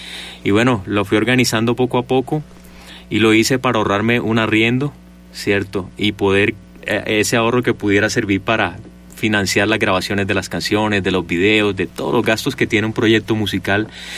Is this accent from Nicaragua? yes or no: no; Montería, Córdoba, Colombia; Pero yo soy orgulloso de ser monteriano, cordobés. Yo me eduqué ahí, mi colegio, mi universidad. Yo le debo esa espontaneidad también a mi cultura cordobesa